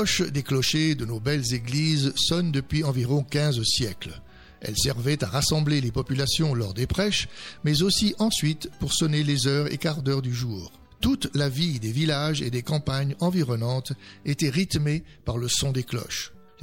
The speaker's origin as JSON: {"language": "French", "country": "France", "said": "chez nous en France."}